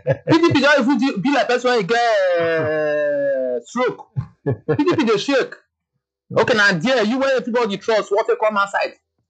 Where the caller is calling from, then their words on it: Ojo, Lagos, Nigeria; I'm calling you from Ojo.